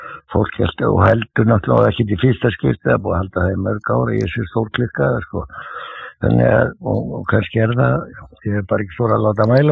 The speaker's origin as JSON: {"language": "Icelandic", "town": "Reykjavík", "region": "Capital Region", "country": "Iceland", "tie": "born or raised there", "said": "Já, ég er fæddur á uppalinn í Klefsholtinu og ef einhver hefur verið fróttari þá var það við Klefsarðinni, sko."}